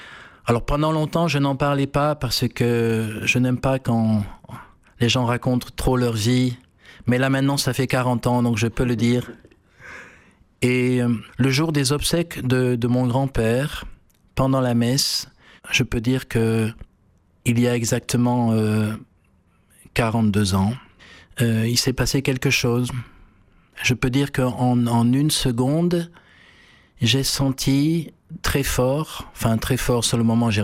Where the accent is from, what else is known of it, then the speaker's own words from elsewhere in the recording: Bordeaux, Nouvelle-Aquitaine, France; born there; je suis né à Bordeaux, dans la région de Bordeaux, d'une famille catholique pratiquante.